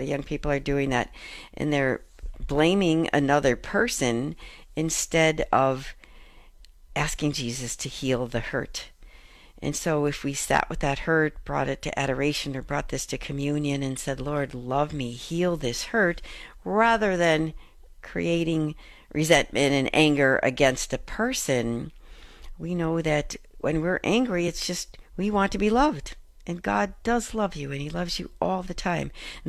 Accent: Chicago, Illinois, United States; born or raised there

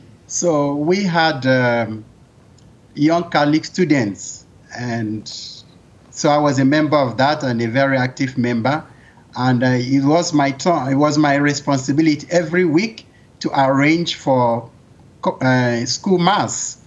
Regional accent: Lagos, Nigeria; born or raised there; also born or lived in Owerri, Nigeria / Abuja, Nigeria

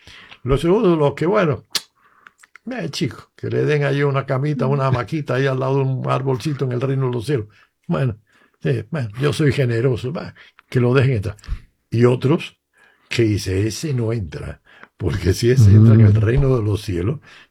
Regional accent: Cuba; Y yo que soy cubano, podría decir una lista de nombres

